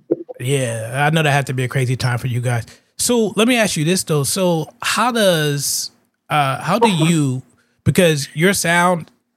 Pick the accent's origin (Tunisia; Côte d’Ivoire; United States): United States; San Francisco, California; I was born and raised in Fillmore. I was in Mount Zion Hospital. You know what I mean? I lived in Fillmore for 28 years.